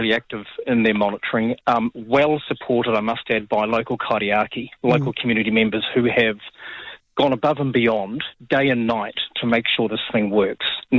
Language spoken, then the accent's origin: English; Auckland, New Zealand; moved away as an adult; now in Whangaparaoa, New Zealand; I grew up in Pakuranga back in the 80s